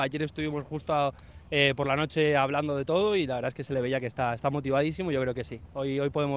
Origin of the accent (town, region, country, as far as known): Madrid, Community of Madrid, Spain